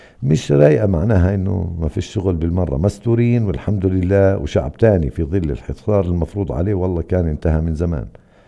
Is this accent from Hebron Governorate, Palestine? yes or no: yes; Hebron, Hebron Governorate, Palestine; عندنا في الخليل